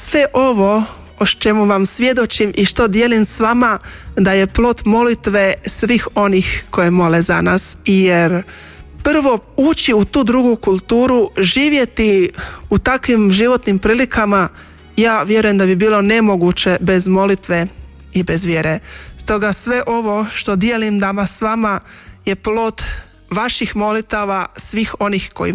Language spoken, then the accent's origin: Croatian; Sisak, Sisak-Moslavina County, Croatia; Rođena sam u Sisku, gdje sestre milosrdnice djeluju dugi niz godina.